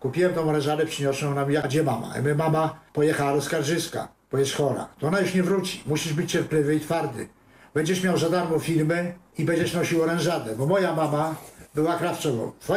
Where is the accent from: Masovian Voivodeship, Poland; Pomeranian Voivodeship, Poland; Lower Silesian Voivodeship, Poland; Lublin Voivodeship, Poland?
Masovian Voivodeship, Poland; Radom; Urodziłem się koło kina Przyjaźń, naprzeciwko 200 metrów w Radomiu było kino Przyjaźń.